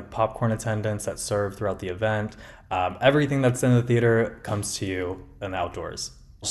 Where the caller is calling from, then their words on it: Miami, Florida, United States; I'm calling from Miami, Florida